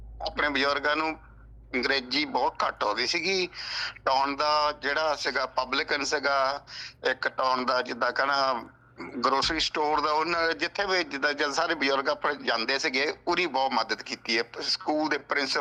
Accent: Woolgoolga, New South Wales, Australia; born there; Punjabi is a second language; also born or lived in India; ਮੈਂ ਇੱਥੋਂ ਸਟਾਰਟ, ਪਹਿਲੀ ਕੱਚੀ 'ਚੋਂ ਇੱਥੋਂ ਸਟਾਰਟ ਹੋਇਆ 5 ਸਾਲਾਂ ਦਾ ਸਕੂਲ।

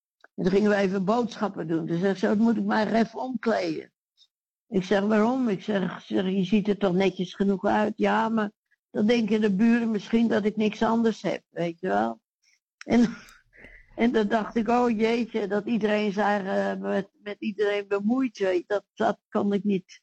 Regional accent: Netherlands; moved away as an adult; Toch 21 jaar in Nederland gewoond.

